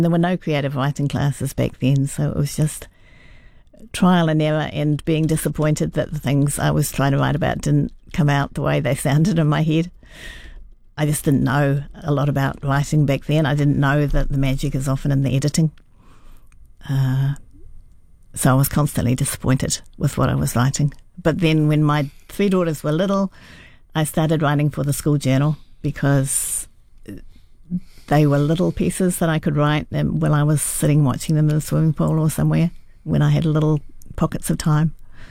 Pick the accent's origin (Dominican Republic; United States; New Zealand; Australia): New Zealand; Wellington; So when I was growing up in Wellington, the newspaper had something called the Children's Page